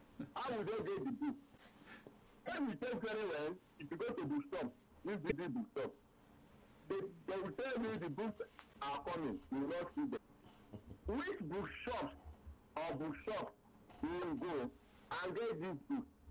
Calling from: Paris, Île-de-France, France; from Paris.

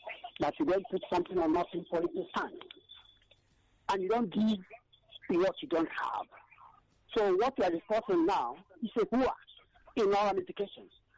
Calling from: Ikotun, Lagos, Nigeria; I'm calling from Abanja, Ikotun.

